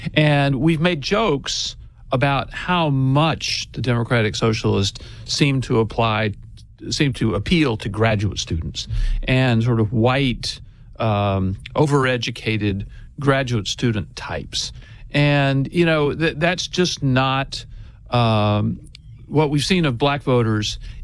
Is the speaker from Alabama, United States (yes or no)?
yes; Alabama, United States; Yeah, and I hear, I'm from Alabama, but I hear there's a lot of football in Michigan